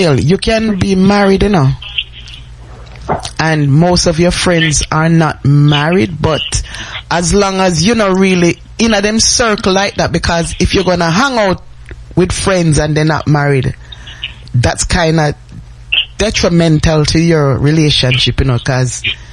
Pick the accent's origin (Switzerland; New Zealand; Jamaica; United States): Jamaica; I'm a Jamaican